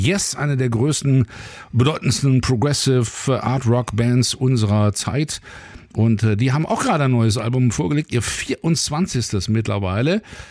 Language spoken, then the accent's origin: German; Cologne, North Rhine-Westphalia, Germany; born there; Ich bin ja in Köln geboren, das ist allgemein bekannt